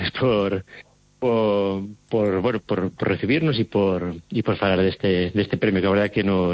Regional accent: Vilar de Barrio, Galicia, Spain; eu son de Vilar de Barrio e sempre pensei que sabía moito

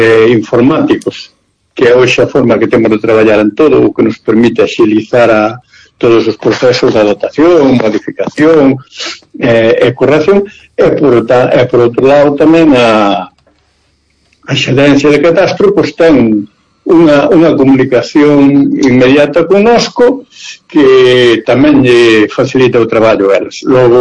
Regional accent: Galicia, Spain; da forma que somos os galegos

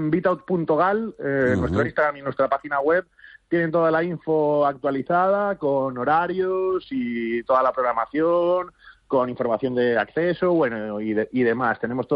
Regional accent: A Coruña, Galicia, Spain; somos gente de Coruña de toda la vida

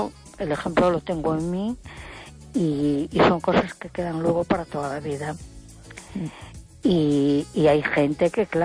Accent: A Coruña, Galicia, Spain

